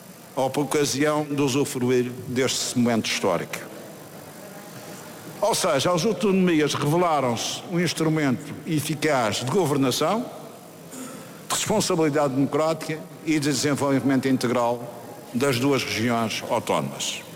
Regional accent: Madeira, Portugal; nós nunca duvidamos da nossa particularidade enquanto madeirenses

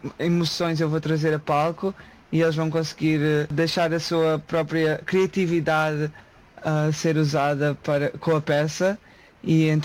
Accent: Leiria, Portugal; moved away as an adult; Eu tinha 18 anos quando saí de Portugal.

